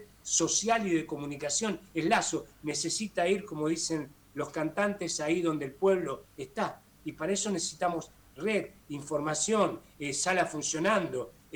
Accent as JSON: {"language": "Spanish", "country": "Argentina"}